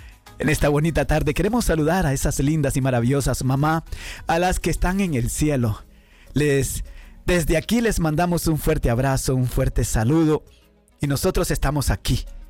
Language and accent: Spanish; Honduras; now in Austin, United States; Ella tuvo que agarrar un vuelo y ya está en mi tierra natal, Honduras.